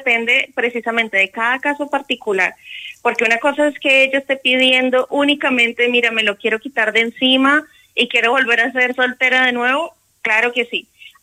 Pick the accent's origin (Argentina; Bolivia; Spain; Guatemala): Spain; yo ya tengo que haber registrado, yo como española tengo que haber registrado ese matrimonio acá.